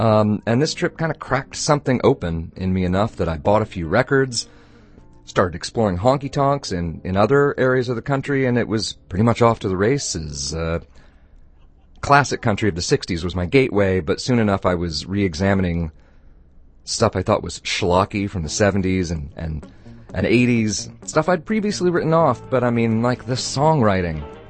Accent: Oklahoma, United States; born or raised there

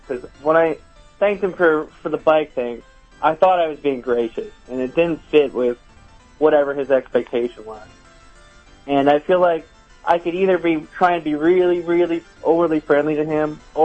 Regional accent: New York, United States; now in Eugene, United States; I'm from New York, but I live in Eugene, Oregon, so it's maybe a little bit of a cultural difference

